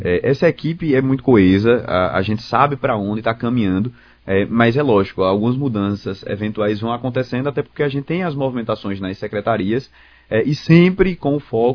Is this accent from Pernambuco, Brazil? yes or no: yes; Recife, Pernambuco, Brazil; born there; also born or lived in São José do Belmonte; Eu nasci em Recife, mas